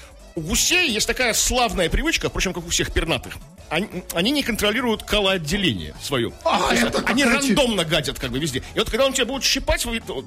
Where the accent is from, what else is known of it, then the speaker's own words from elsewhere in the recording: Leningrad Oblast, Russia; Лосево, такое у нас есть местечко под Питером.